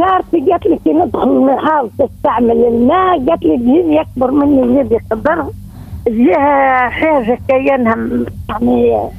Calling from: Ouled Haffouz, Sidi Bouzid, Tunisia

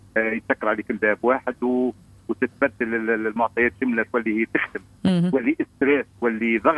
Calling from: Ben Arous, Tunisia

